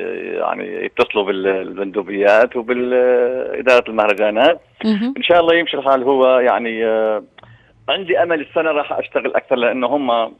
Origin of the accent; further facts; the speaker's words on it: Deir ez-Zor, Deir ez-Zor Governorate, Syria; أنا سوري طبعا وأفتخر في ذلك لكن كمان نغني عراقي أنا أصلي من دير الزور من دير الزور إحنا نغني اللون العراقي مليح